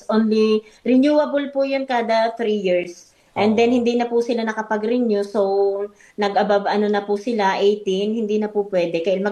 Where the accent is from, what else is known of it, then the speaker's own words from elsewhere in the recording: Mabini, Batangas, Philippines; Opo, taga Batangas din po yung aking asawa. Taga Talaga po kami kay Apolinario Mabini, yung ating